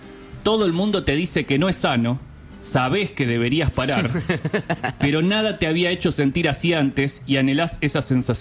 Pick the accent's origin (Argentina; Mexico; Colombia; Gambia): Argentina; Somos argentinos, a todo le exigimos todo.